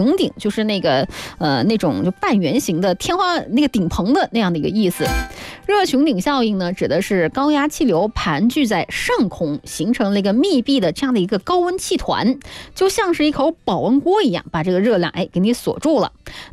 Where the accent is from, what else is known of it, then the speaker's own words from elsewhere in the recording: Guangdong, China; 咱们广东人就不喜欢那种太热的水